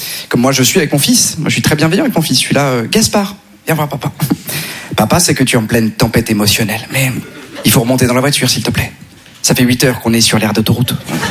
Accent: Neuilly-sur-Seine, Île-de-France, France; Alors moi je suis une caricature parce que non seulement j'ai grandi à Neuilly, mais en plus dans une famille nombreuse.

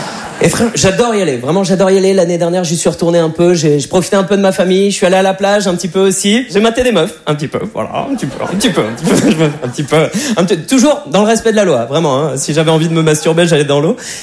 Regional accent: Berck-sur-Mer, Hauts-de-France, France

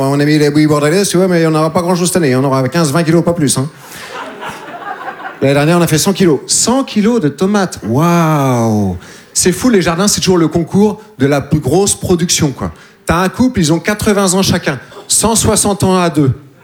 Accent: Nouvelle-Aquitaine, France; Moi, je fais partie de ce qu'on appelle les humoristes de province. Je viens des Deux-Sèvres. Vous connaissez les Deux-Sèvres ? Non ? C'est entre la Vienne et la Vendée.

